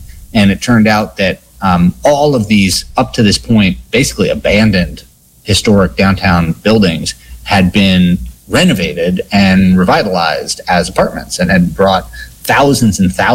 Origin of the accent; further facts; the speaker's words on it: New York, United States; I grew up in New York, and so I grew up in an environment where it was, you know, you kind of took it for granted that you could walk everywhere or ride the train or ride a bicycle.